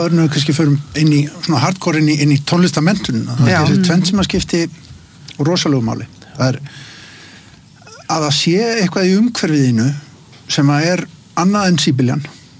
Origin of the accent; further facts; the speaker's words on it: Garðabær, Capital Region, Iceland; ég kem úr Garðabænum það sem var alltaf mikilvægt í félagsmiðstöðan að það væri æfingahúsnaði